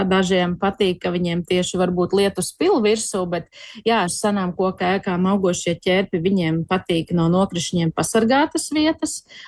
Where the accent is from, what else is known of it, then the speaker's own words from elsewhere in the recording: Latgale, Latvia; es esmu no Latgales